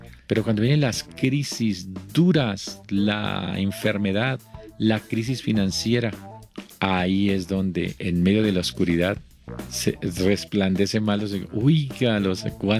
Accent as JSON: {"language": "Spanish", "country": "Colombia"}